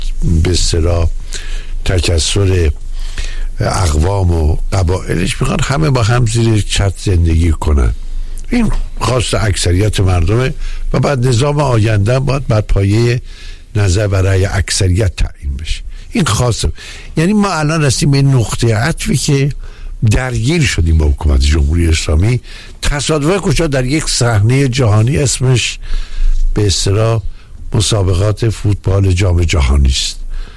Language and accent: Persian; Iran